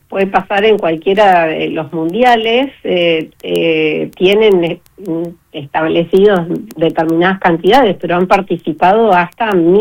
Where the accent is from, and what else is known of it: Santa Cruz, Argentina